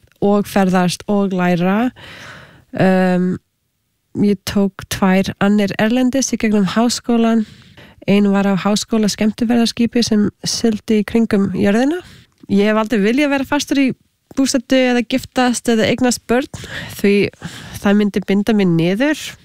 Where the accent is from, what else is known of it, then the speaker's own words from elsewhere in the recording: Canada; also born or lived in United States / Australia; ég ólst upp í Kanada með halv indverskri móðu frá Suður Ameríku svo ég var þegar alþjóðlegt barn og með nokkur tungumál sem ég gat notað